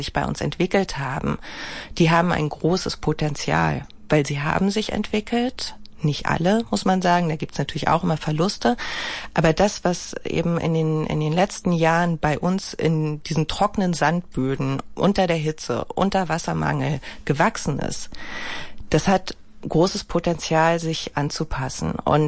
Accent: Berlin, Germany

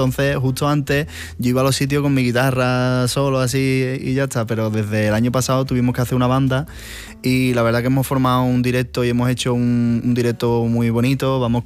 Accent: Sanlúcar, Andalusia, Spain; Yo, a mí me gusta mucho mi tierra y a mí me gusta mucho, pues bueno, voy y vengo a Madrid cuando hace falta, pero me gusta siempre tener mi sitio allí en Sanlúcar.

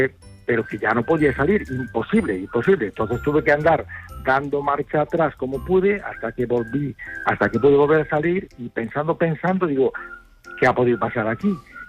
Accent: Veledos, Galicia, Spain; born there; El pueblo, la aldea donde yo nací realmente, donde tengo enterrados a mis padres, ese es el motivo por el cual cada vez que voy allí, el primer sitio que voy es a Veledos.

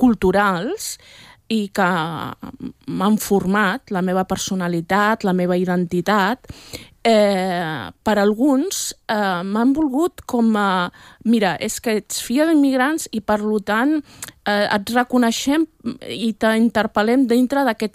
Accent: Catalonia, Spain; com a catalana, com a espanyola

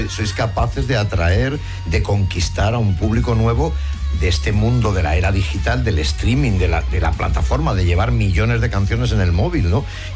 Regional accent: Madrid, Community of Madrid, Spain; born there; Yo nací en O'Donnell también

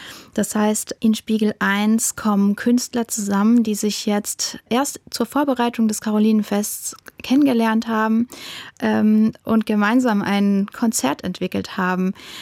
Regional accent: Kirchheimbolanden, Rhineland-Palatinate, Germany; Wir sind in Kirchheimbolanden aufgewachsen und haben dadurch natürlich ja eine besondere Verbindung zur Stadt.

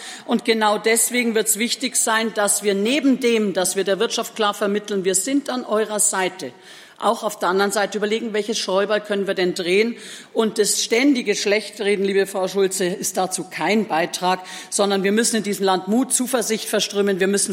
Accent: Germany; außer dass wir als Deutsche dort uns hingegangen sind

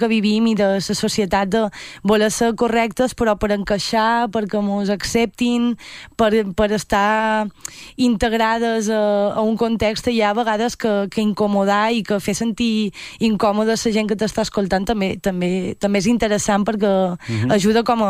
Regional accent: Marratxí, Balearic Islands, Spain; Jo soc de Marratxí, però faig molta vida a Palma.

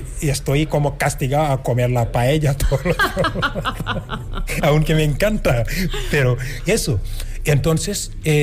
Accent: Senegal; Spanish is a second language; moved away as an adult; now in Andalusia, Spain; Yo soy un afroandalú, cotizo aquí, contribuyo aquí, formo parte también de aquí. Aunque soy de Senegal, yo soy muy, muy, muy orgulloso de mis raíces

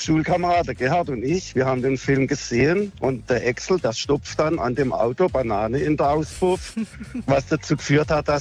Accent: Baden-Württemberg, Germany; Ne, ich bin aus dem Badischen.

